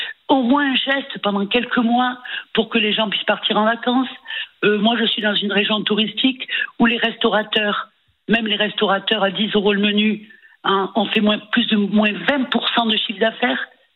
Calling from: Toulon, Provence-Alpes-Côte d'Azur, France; je suis fonctionnaire, donc j'ai beaucoup bougé sur le territoire français. Et là, je suis à Toulon.

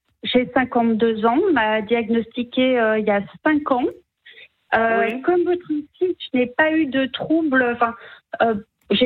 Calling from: Reims, Grand Est, France; moi je suis de Reims

